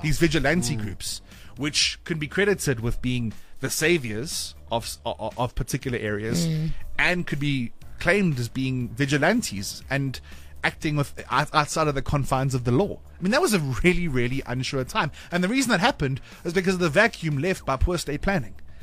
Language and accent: English; South Africa; as a South African